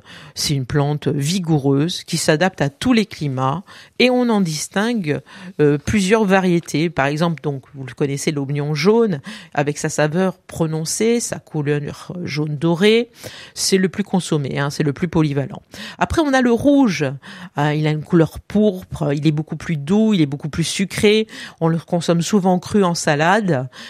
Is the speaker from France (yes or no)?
yes; Corsica, France; chez nous en Corse, nous avons le fameux oignon de Cisco du Cap Corse qui est si doux qu'il ne fait pas pleurer